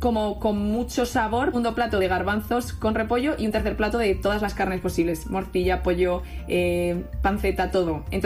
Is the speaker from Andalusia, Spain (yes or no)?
no; Madrid, Community of Madrid, Spain; also born or lived in United States; yo de hecho nací en Estados Unidos por casualidades, entonces he ido mucho allí y me gusta ir para allá y me gusta hablar inglés, pero toda mi infancia la he vivido aquí, mi adolescencia, o sea que soy de Madrid y me reconozco como tal